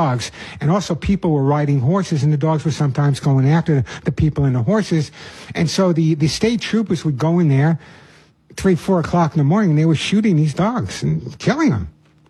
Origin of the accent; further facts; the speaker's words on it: Long Island, New York, United States; I'm a New Yorker. I know I lost my accent. I know it's hard to tell I'm from New York, but I am Long Island.